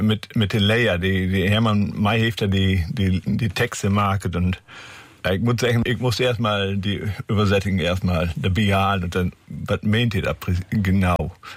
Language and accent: German; Meppen, Lower Saxony, Germany; also born or lived in Beckum; Now, ich komme aus Meppen.